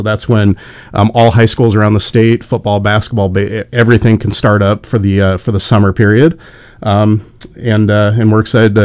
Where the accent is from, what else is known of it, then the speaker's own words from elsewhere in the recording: Washington, United States; now in Oregon, United States; I grew up in Washington